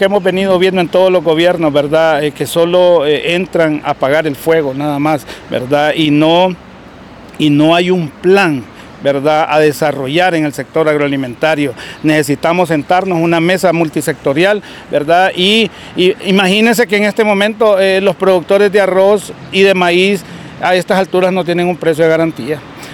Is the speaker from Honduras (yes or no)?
yes; Honduras; ni como hondureños ni como plataforma